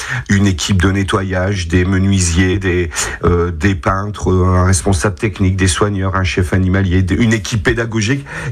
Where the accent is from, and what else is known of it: Maubeuge, Hauts-de-France, France; born or raised there